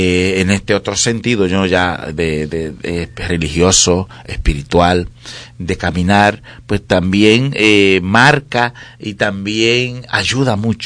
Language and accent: Spanish; Santiago Rodríguez, Dominican Republic; Yo vengo de un campo de Santiago Rodríguez, entonces cuando había procesiones, eso era el espectáculo.